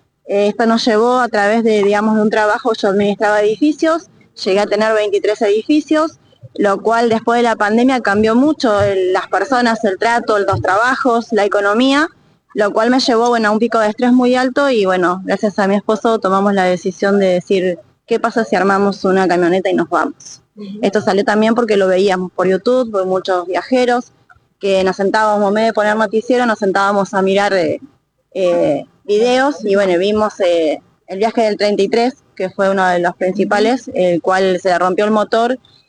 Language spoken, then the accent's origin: Spanish; Pinamar, Buenos Aires Province, Argentina; Somos de Pinamar.